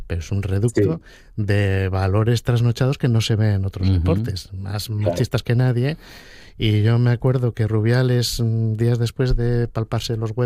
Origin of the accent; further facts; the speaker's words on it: Spain; yo soy español, católico y taurino.